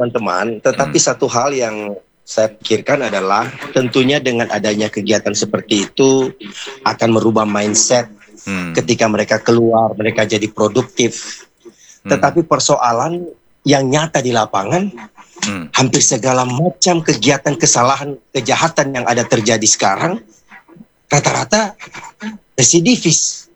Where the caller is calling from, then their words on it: Bitung, North Sulawesi, Indonesia; Saya Pak … dari Kota Bitung.